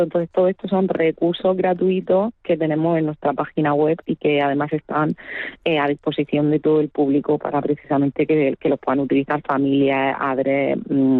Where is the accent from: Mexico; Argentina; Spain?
Spain; Murcia, Region of Murcia; born there; also born or lived in Equatorial Guinea; yo soy ascendencia ecuatoguineana y cuando mi madre pues llegó a España después de la dictadura de Macías, el tío del actual dictador, pues ella pues también se sintió y vivió muy sola, ¿no? En soledad y sin comunidad en Murcia, porque además aterrizamos en Murcia